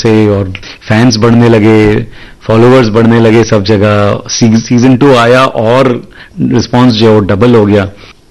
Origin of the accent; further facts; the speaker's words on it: Mumbai, Maharashtra, India; तो मैंने बोला मैं मुंबई में पला बड़ा हूं, मराठी बोल लेता हूं।